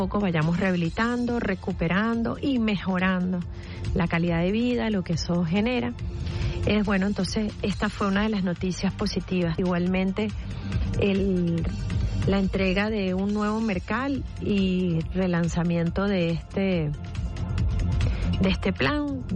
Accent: Venezuela

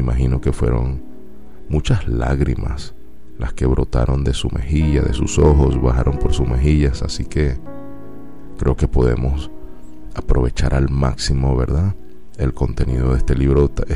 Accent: Venezuela

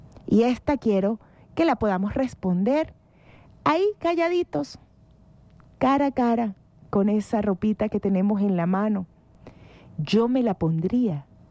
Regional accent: Venezuela; en Venezuela tenemos una relación muy particular con ella.

